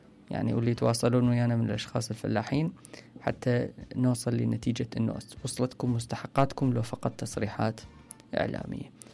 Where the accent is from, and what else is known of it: Iraq